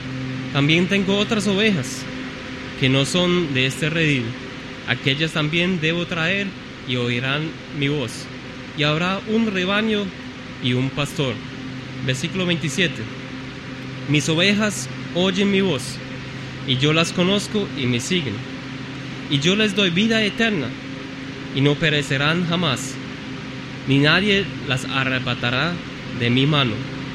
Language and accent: Spanish; Germany; En mi país, en Aleman